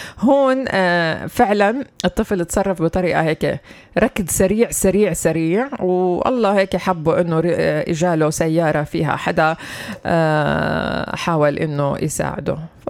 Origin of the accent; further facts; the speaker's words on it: West Bank, Palestine; عندنا في الضفة الغربية